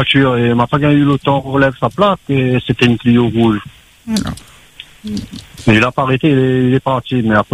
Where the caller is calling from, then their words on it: Saint-Louis, Réunion; juste maintenant là, j'habite à Saint-Louis